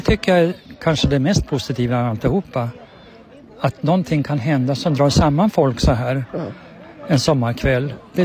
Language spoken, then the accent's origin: Swedish; Jämtland County, Sweden; born there; moved away; mina hemtrakter uppe i Jämtland.